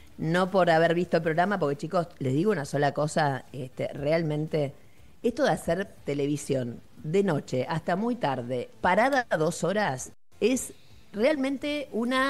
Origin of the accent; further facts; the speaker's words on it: Buenos Aires, Argentina; born there; yo nací en Villa Soldati.